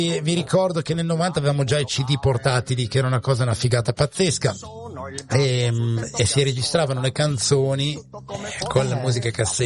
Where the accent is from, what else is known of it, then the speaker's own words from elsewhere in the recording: Emilia-Romagna, Italy; io per esempio nelle mie parti, nella Romagna